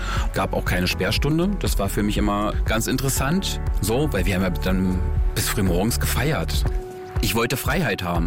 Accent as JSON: {"language": "German", "region": "Berlin", "country": "Germany", "tie": "born or raised there", "said": "Ich bin in Berlin-Tegel-Süd aufgewachsen und wohne jetzt mittlerweile in Moabit."}